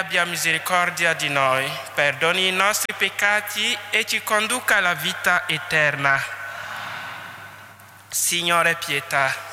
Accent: Burkina Faso; now in Venice, Italy; vengo dal Burkina Faso, abito in seminario e studio a Venezia.

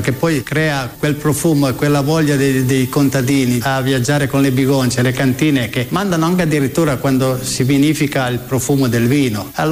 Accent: Cisterna d'Asti, Piedmont, Italy; born there; also born or lived in Tigliole / San Pietro; io mi sono sposato e ero a Cisterna. Sono nato a Tigliole, sono venuto a Cisterna con i miei. Quando mi sono sposato sono andato a San Pietro. Poi Cisterna mi mancava. Sono venuto a Cisterna

